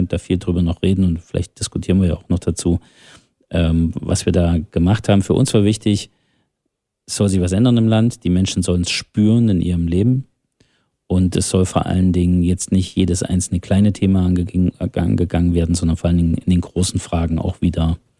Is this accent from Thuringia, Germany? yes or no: yes; Thuringia, Germany; Mitmenschen aus Thüringen rausholen. So. Und das deutlich zu machen, was ist der richtige Weg für meine Heimat